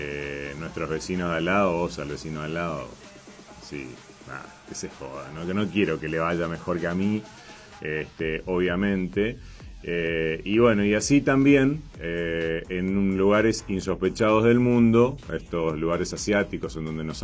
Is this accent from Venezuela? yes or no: no; Argentina; haya cosas que se escriban y que se digan en la Argentina porque somos argentinos